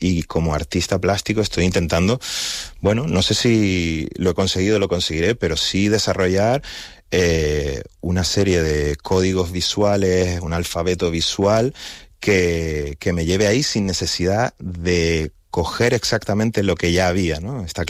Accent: Canary Islands, Spain; dónde estoy yo en Canarias, dónde está Canarias para mí, quién soy yo como Canarias y cómo ese primer paisaje que vi cuando era niño me marcó de por vida, ¿no?

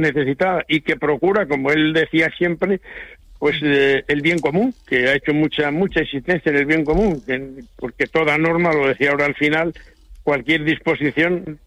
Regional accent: Spain; no solo tienen validez para nosotros como españoles

